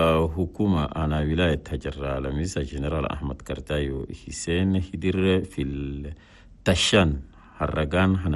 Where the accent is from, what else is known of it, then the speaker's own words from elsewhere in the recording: Chad; وزيرنا الإعلام الناطق الرسمي باسم الحكومة قاسم شريف محمد استقبل السفير حناسين في بلدنا تشاد.